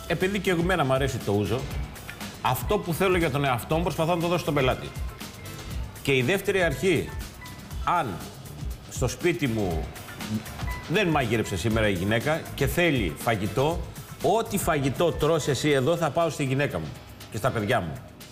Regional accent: Lesbos, North Aegean, Greece; born there; μυτιλινιό λάδι, ποιοτικό, το οποίο εγώ θυμάμαι από μικρός στο χωριό μου να έχουμε 7 ελαιοτριβία

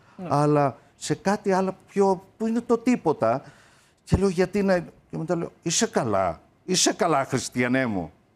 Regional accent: Amaliada, Western Greece, Greece; την πήρα και τη φύτεψα στο χωριό μου, στην Αμαλιάδα.

